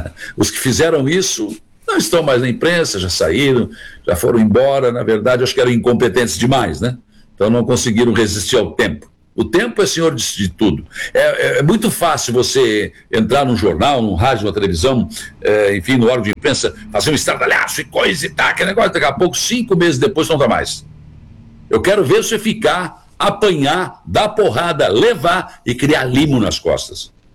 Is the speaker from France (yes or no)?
no; Rio Grande, Rio Grande do Sul, Brazil; born there; now in Araranguá, Brazil; E hoje eu vou a Rio Grande, na cidade onde eu nasci, e eu não me sinto mais um rio-grandino, como eles dizem lá, eu me sinto araranguaense.